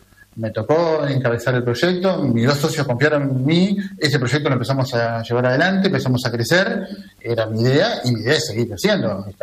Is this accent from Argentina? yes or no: yes; Bolívar, Buenos Aires Province, Argentina; born there; Yo soy de Bolívar, nacido en Bolívar y me encanta Bolívar.